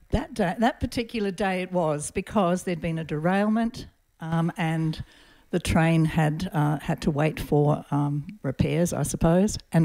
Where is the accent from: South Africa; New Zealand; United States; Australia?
Australia; Adelaide, South Australia; now in Port Augusta, Australia; Yeah, I came from Adelaide. We lived in the Adelaide Hills, so it was a cultural and physical shock coming from a green place to a very dry, arid town